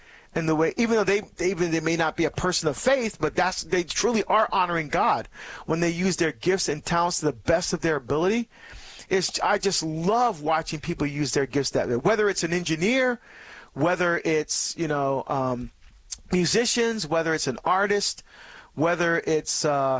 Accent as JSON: {"language": "English", "region": "New Jersey", "country": "United States", "tie": "born or raised there", "said": "So I really want to get back to Jersey, to my home state, to be able to speak at this event for law enforcement."}